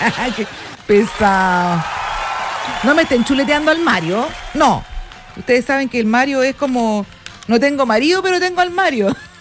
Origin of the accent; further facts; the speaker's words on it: Iquique, Tarapacá, Chile; para los que somos iquiqueños